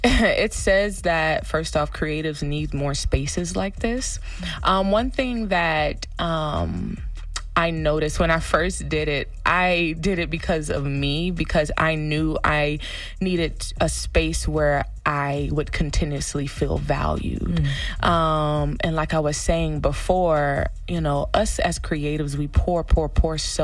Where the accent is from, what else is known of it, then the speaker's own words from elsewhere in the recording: Trinidad & Tobago; Early background, if you don't hear me accent, my accent is giving it off.